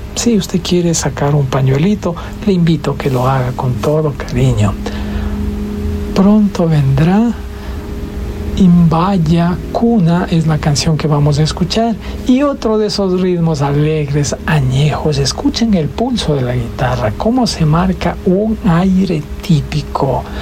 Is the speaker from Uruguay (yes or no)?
no; Ecuador